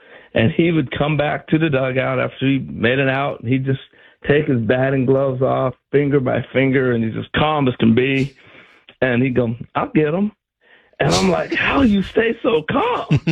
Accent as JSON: {"language": "English", "region": "Oregon", "country": "United States", "tie": "born or raised there", "said": "I grew up in Oregon, and, you know, I grew up early on."}